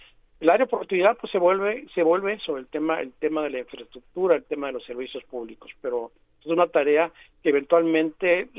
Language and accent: Spanish; Guaymas, Sonora, Mexico; now in Hermosillo, Mexico; yo soy de Guaymas, vivo un poco en Guaymas, pero yo recuerdo de niño, el agua de la llave era agua desalinizada